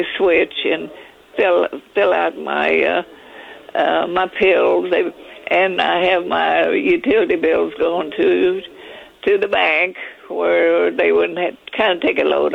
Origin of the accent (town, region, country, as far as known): Freiburg, Texas, United States; born there